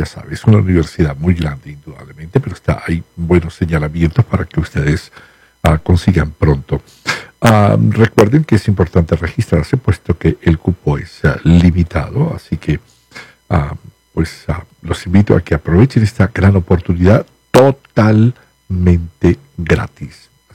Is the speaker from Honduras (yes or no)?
no; Venezuela; moved away; en el interior, ¿no?, del país, allá en mi ciudad